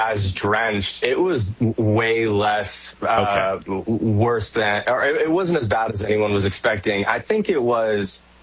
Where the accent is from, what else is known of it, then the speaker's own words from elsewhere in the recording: West Coast, United States; I'm from the West Coast.